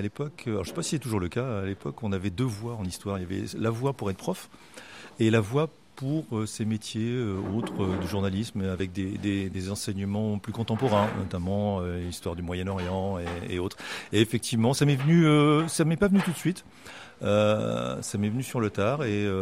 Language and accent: French; Rennes, Brittany, France; moi, je suis né ici. Et puis, j'y ai passé toute mon enfance et mon adolescence. J'ai fait toutes mes études à la fac, à Rennes 2, en histoire.